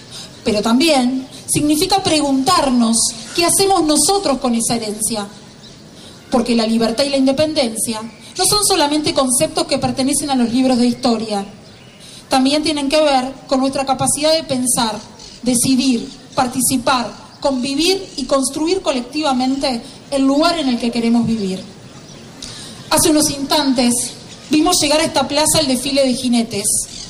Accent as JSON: {"language": "Spanish", "town": "Carmelo", "region": "Colonia", "country": "Uruguay", "said": "Por nuestro pueblo, llamado en aquel entonces El Carmelo"}